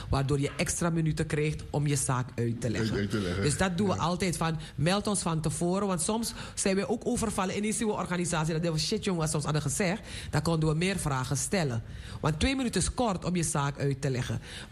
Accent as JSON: {"language": "Dutch", "country": "Suriname", "said": "Want wij zijn ook uit Suriname gekomen."}